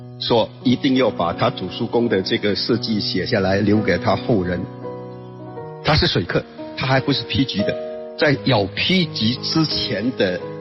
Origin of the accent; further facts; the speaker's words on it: Chaoshan, Guangdong, China; 在我们潮汕人里面